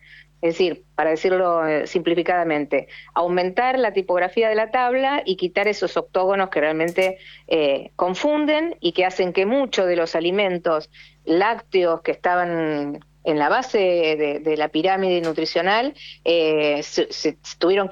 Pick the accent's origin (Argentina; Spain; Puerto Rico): Argentina; uno como argentino